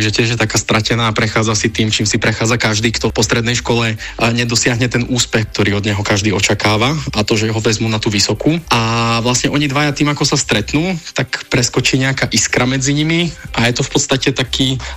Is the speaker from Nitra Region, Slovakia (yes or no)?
no; Michalovce, Košice Region, Slovakia; my obaja pochádzame z Michalovec